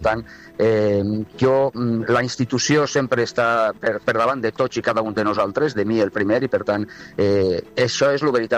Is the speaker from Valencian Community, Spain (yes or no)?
yes; Ontinyent, Valencian Community, Spain; em fa sentir molt orgullós de que el meu poble hagi tingut, i l'Ajuntament d'Ontinyent, per supost, hagi tingut l'amabilitat d'honrar-me en este premi.